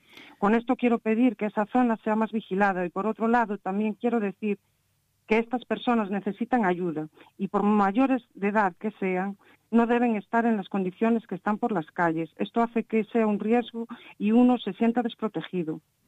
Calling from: Pontevedra, Galicia, Spain; De Pontevedra.

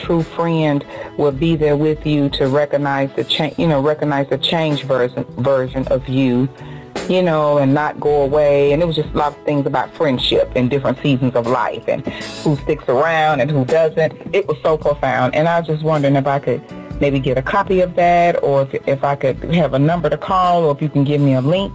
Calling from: Indianapolis, Indiana, United States; I'm from Indianapolis, Indiana.

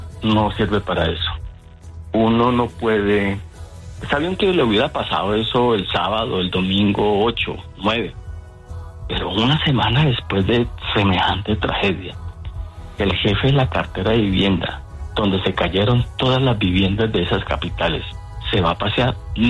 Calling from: Colombia; como colombiano digo

